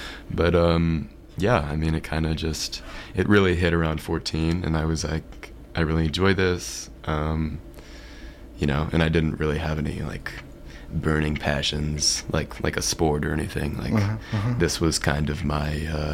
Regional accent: Hallsville, Missouri, United States; I'm from here. I'm from Hallsville, Missouri.

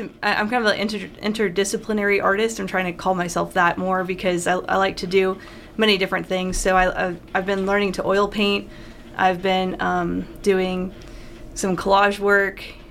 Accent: Midwest, United States; I grew up in the Midwest

